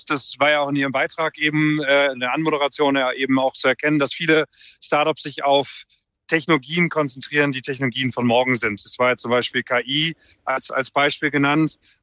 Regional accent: Cologne, North Rhine-Westphalia, Germany; Und ich bin selber Kölner. Von Köln kommt man ja perfekt überall hin.

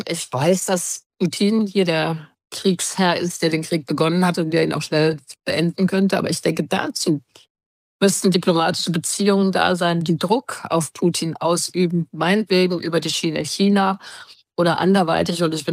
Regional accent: Germany; ich bin eben auch keine Ukrainerin, sondern ich muss doch als Deutsche überlegen

